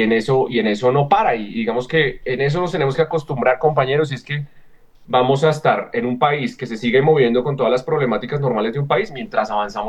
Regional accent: Colombia; demuestra que como colombianos aprendimos la lección.

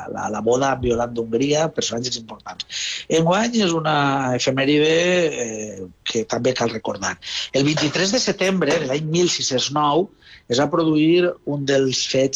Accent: Valencian Community, Spain; ens afecten a nosaltres com a valencians.

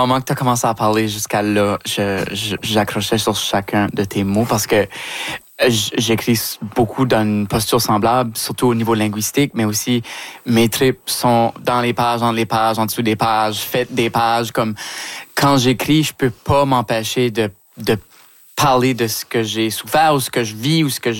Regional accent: New Brunswick, Canada; now in Montreal, Canada; en tant qu'acadienne, ben j'ai vraiment devenu artiste en écrivant en chiac, qui est une langue orale. Puis de déménager à Montréal, puis là, ça fait 5 ans

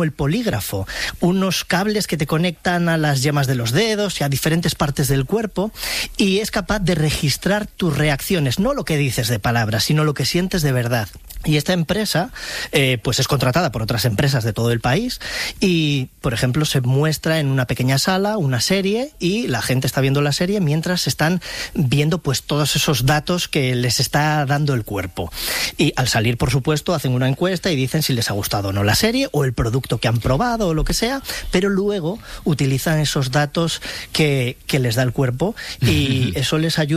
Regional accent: Castile and León, Spain; now in Valladolid, Spain; yo lo desmiento totalmente porque soy del Bierzo y a mí me han acogido perfectamente en Valladolid

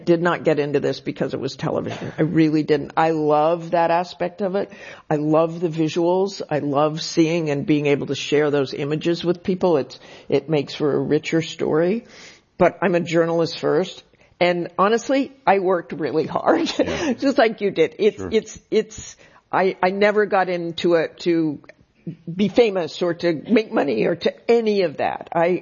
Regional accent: Salt Lake City, Utah, United States; moved away as an adult; also born or lived in Boston; I joke that I was raised in Salt Lake City, and I used to think there are sinners out there somewhere, and I'm going to find them. And I moved to Boston, and there they were.

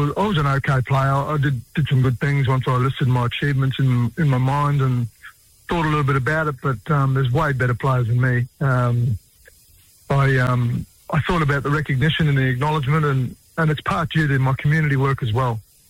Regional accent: Darwin, Northern Territory, Australia; But I was known as a young fella growing up in Darwin as

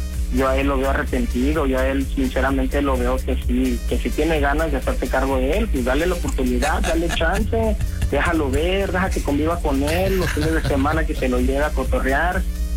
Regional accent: Acapulco, Guerrero, Mexico; Así es, nacido y crecido aquí en Acapulco.

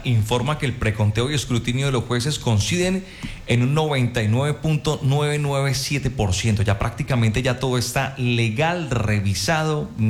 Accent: Colombia; todos somos colombianos.

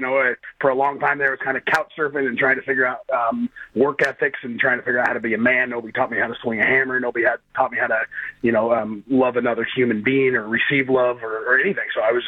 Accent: Oregon, United States; I grew up in Oregon.

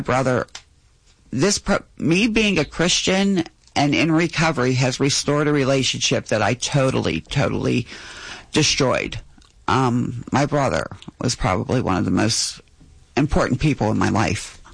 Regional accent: McKees Rocks, Pennsylvania, United States; Even my neighborhood, I'm from McKees Rocks.

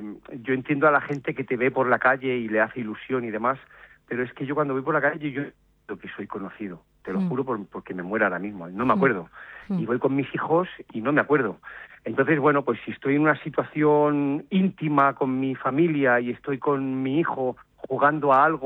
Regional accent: Mataró, Catalonia, Spain; yo soy de Mataró. Y mis padres son de Murcia

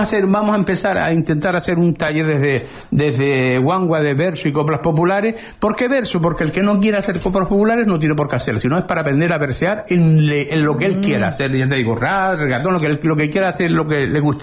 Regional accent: Arrecife, Canary Islands, Spain; also born or lived in La Tiñosa; Porque yo empecé desde niño viviendo, vine, me trasladé de La Tiñosa de Arrecife, y creo que tengo, por lo menos yo mismo me tengo un compromiso moral con Arrecife.

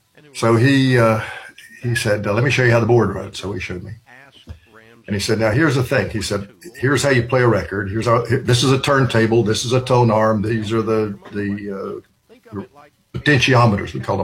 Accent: High Point, North Carolina, United States; So there were three radio stations in my hometown, High Point, North Carolina.

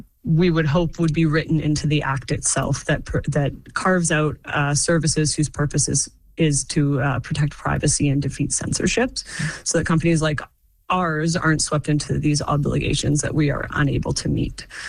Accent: Canada; We are proud Canadians. We are Canadian owned, Canadian operated, and we love living and working in Canada.

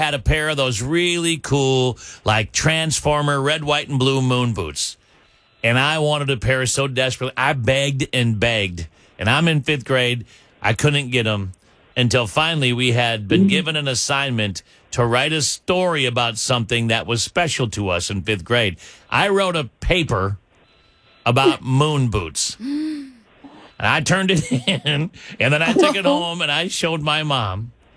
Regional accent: Wisconsin, United States; Remember, I grew up in Wisconsin, so this was during the winter.

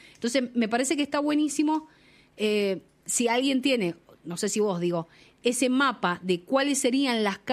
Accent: Mendoza, Argentina; nosotros los mendocinos

